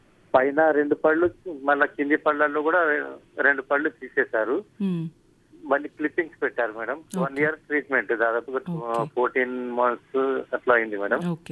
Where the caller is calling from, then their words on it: Nizamabad, Telangana, India; నేను నిజామాబాద్ నుండి … మాట్లాడతాను.